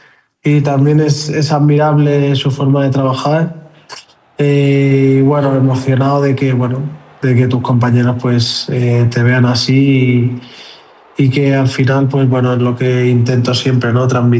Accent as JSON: {"language": "Spanish", "country": "Spain", "said": "Que somos españoles"}